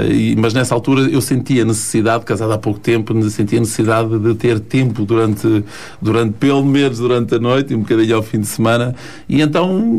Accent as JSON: {"language": "Portuguese", "town": "Mafra", "region": "Lisbon", "country": "Portugal", "tie": "born or raised there", "also_born_or_lived": "Torres Vedras", "said": "eu sou natural do Barril, que é do concelho de Mafra, fica a cerca de 15 a 6 quilómetros daqui."}